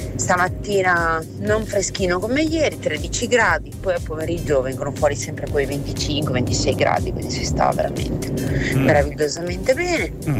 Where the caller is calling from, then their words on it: Emilia-Romagna, Italy; dalla provincia di Ravenna